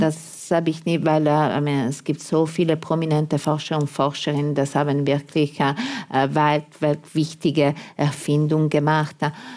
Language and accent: German; Italy; German is a second language; moved away as an adult; now in Austria; für mich als Italiener